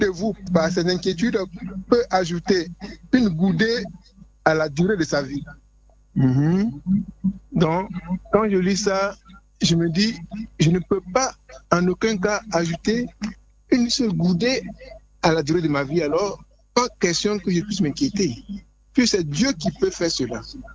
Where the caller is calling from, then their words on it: Jacqueville, Lagunes, Côte d’Ivoire; J'appelle de Jacquesville.